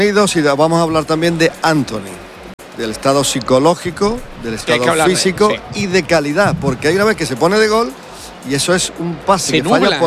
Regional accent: Andalusia, Spain; El andaluz, somos andaluces, la andaluza, el andaluz

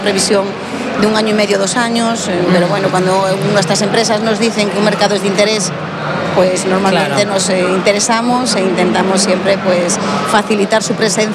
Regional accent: Galicia, Spain; yo soy de la Ría de Vigo.

